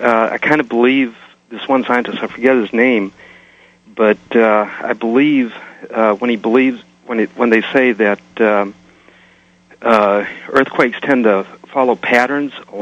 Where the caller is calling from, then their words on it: Huntsville, Alabama, United States; from Huntsville, Alabama